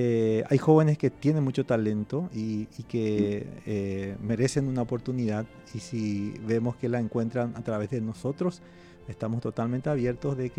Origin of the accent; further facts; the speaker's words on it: Carapeguá, Paraguarí, Paraguay; moved away; en Carapeguá, de donde yo soy oriundo.